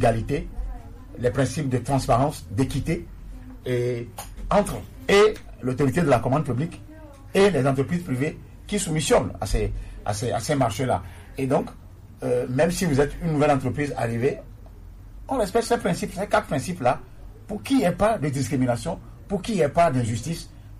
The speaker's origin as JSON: {"language": "French", "country": "Togo", "said": "chez nous au Togo"}